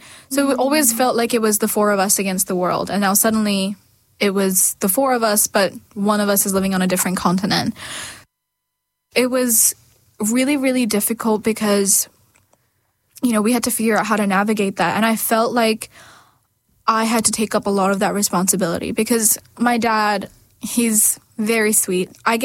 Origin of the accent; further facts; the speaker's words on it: India; born there; growing up in India